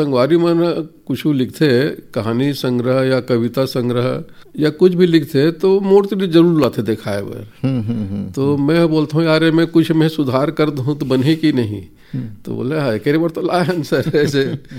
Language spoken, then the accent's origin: Hindi; Chhattisgarh, India; मोर कहना यह है कि देखो जी हम छत्तीसगढ़िया आदमी और छत्तीसगढ़ी में लिंग की बड़ा प्रॉब्लम होते